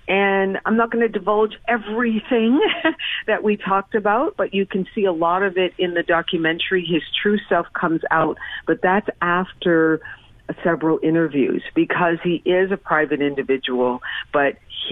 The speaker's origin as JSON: {"language": "English", "town": "Montreal", "region": "Quebec", "country": "Canada", "tie": "born or raised there", "said": "I grew up in Montreal, in LaSalle"}